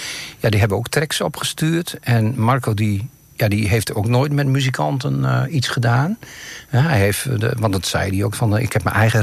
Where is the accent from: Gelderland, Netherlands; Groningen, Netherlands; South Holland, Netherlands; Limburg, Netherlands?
Gelderland, Netherlands; Vaassen; Ik kom zelf niet uit Apeldoorn. Mm-hmm. Ik kom uit Vaassendam.